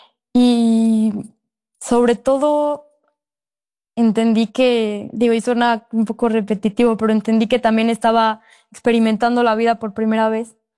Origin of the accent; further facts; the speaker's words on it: Puebla, Mexico; now in Mexico City, Mexico; ahorita yo estoy en Ciudad de México, soy de Puebla